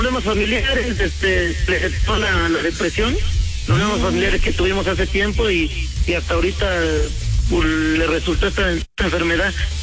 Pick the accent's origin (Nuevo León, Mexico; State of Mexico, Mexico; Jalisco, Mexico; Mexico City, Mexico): State of Mexico, Mexico; Ixtapaluca; also born or lived in Acatlán de Osorio; Soy aquí de Iztapaluca.